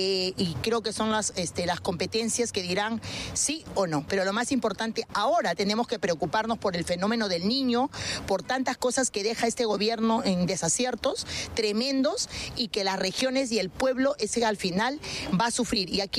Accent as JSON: {"language": "Spanish", "region": "Lambayeque", "country": "Peru", "said": "a mi pueblo, a mi región, y no solamente a la región de Lambayeque"}